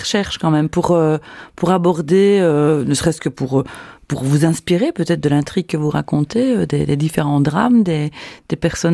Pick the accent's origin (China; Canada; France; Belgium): Belgium; Liège, Wallonia; Je trouve qu'elle donne envie de lire le livre, pas uniquement parce qu'on est liégeois.